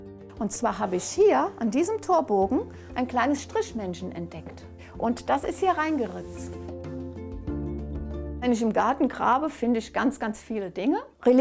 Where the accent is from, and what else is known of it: Rhineland-Palatinate, Germany; born or raised there